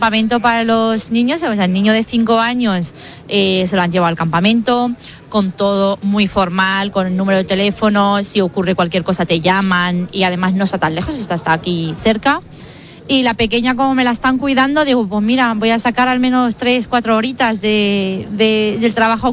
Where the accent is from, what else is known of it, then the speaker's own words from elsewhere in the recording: Aldea del Fresno, Community of Madrid, Spain; Somos de Aldea del Fresno.